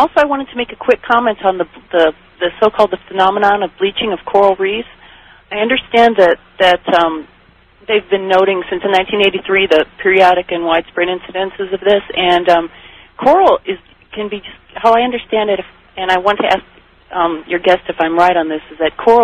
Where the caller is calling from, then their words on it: Phoenix, Arizona, United States; I'm calling from Phoenix, and you know it's so dry here. We're supposed to be in the middle of our so-called monsoon season. We live a little north of Phoenix